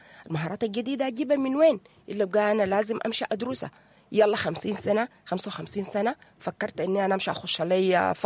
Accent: Sudan

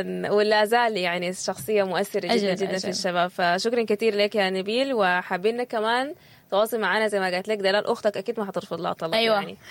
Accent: Sudan; نحن كسودانيين محتاجين للنقاش ده

